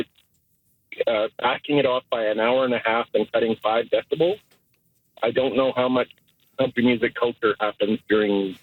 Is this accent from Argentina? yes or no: no; Canada; moved away; almost like I'm Canadian and moved down there, and I was drafted into a parade committee